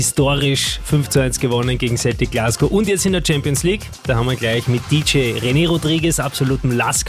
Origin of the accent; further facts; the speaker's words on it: Vienna, Austria; Und das sage ich als Wiener und als Rapidler.